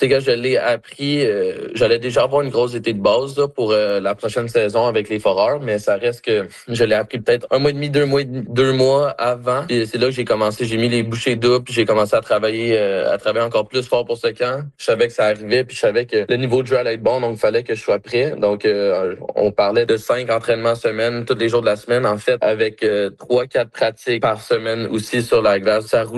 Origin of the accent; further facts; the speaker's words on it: Quebec, Canada; Des fois, en tant que Québécois, c'est moins facile de s'intégrer au groupe